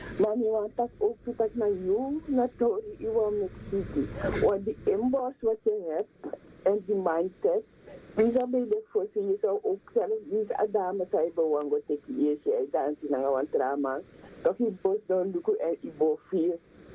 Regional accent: Nigeria; ik kom van Nigeria toch

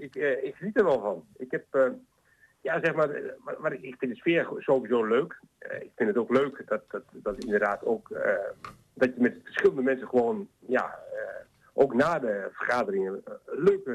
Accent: Rijssen, Overijssel, Netherlands; moved away as an adult; also born or lived in Nijverdal; now in Heerde, Netherlands; Een rasechte tukker. En ik ben geboren in Rijssen, heb daar eigenlijk ook mijn hele jeugd gewoond. Ik ging naar de middelbare school in Nijverdal. Dus wat dat betreft, ik heb in twee werelden geleefd. In Rijzen en in Nijverdal.

